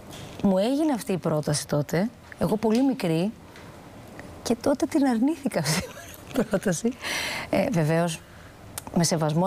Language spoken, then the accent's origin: Greek; Thessaloniki, Central Macedonia, Greece; moved away as an adult; now in Athens, Greece; Τη Θεσσαλονίκη δεν το συζητώ, είναι η ψυχή μου, η πατρίδα μου, εκεί επιστρέφω πάντα και εκεί θα επιστρέφω πάντα.